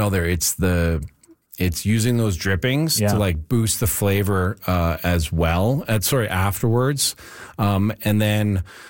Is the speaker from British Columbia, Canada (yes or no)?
no; Sherwood Park, Alberta, Canada; I'm from outside of Edmonton. I'm from Sherwood Park, and there's a lot of Ukrainian folks up there.